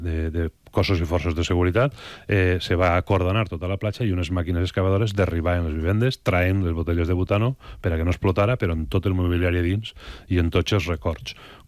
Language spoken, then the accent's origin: Catalan; Xilxes, Valencian Community, Spain; born or raised there